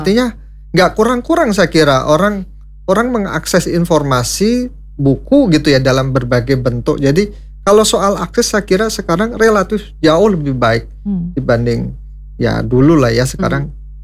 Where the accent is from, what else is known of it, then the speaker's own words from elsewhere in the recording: Jepara, Central Java, Indonesia; moved away; Saya kecil tinggal di desa, tadi saya cerita ke Pak Agus, saya aslinya Jepara.